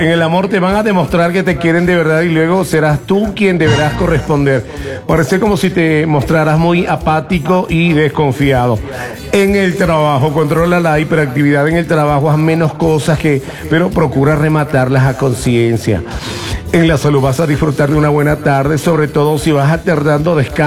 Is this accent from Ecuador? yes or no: yes; Ecuador; Uno como ecuatoriano